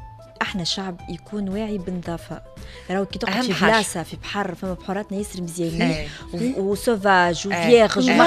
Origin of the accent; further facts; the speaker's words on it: Tunisia; عندنا في تونس